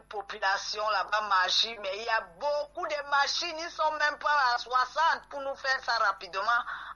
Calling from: Cameroon; je suis camerounaise.

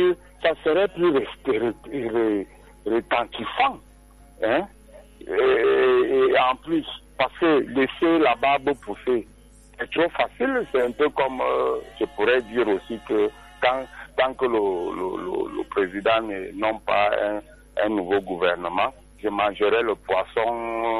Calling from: Cameroon; nous, nous sommes des Africains. Nous sommes des Camerounais.

